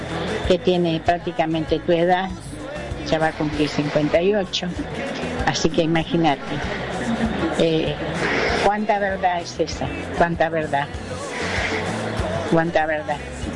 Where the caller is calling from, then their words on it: Moreno, Buenos Aires Province, Argentina; Una señora de 75 años, que soy de Moreno.